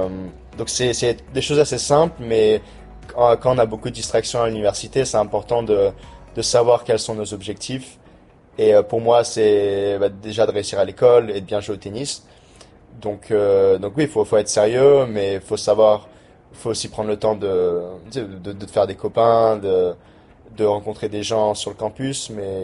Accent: Port Vila, Shefa, Vanuatu; moved away as an adult; now in Buffalo, United States; j'ai grandi à Port-Vila

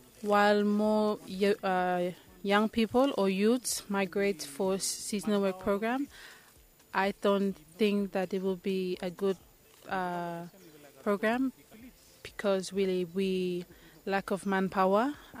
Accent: Epau, Shefa, Vanuatu; I am from Epau Village, and I do specifically Tahitian farming.

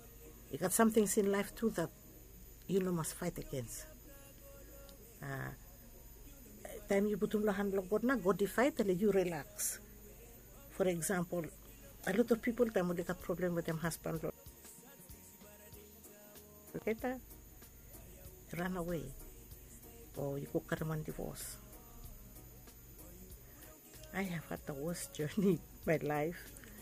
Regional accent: Vanuatu; because I'm from Vanuatu, but I lecture in law.

